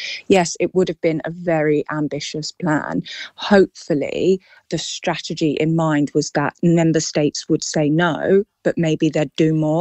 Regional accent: United Kingdom; as a Brit

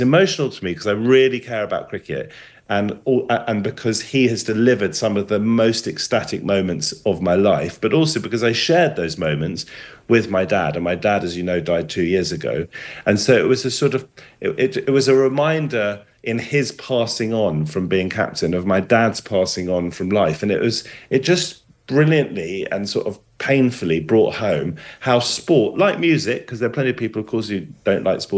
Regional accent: London, United Kingdom; I'm from West London

